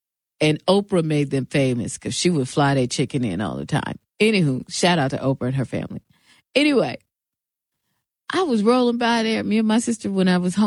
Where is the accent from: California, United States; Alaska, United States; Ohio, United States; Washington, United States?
Washington, United States; Seattle; now in Milwaukee, United States; In my hometown in Seattle